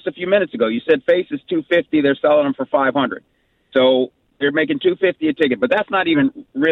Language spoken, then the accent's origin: English; Chicago, Illinois, United States; I grew up in Chicago, and we had the rare times that we had a Cub win in 2016 and any other championships after Jordan.